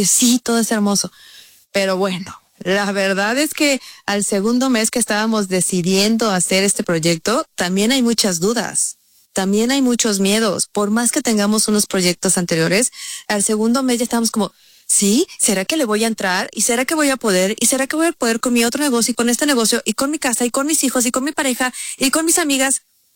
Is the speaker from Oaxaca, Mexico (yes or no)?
yes; Oaxaca, Mexico; nosotros somos amigas desde hace mucho tiempo, las tres somos oaxaqueñas.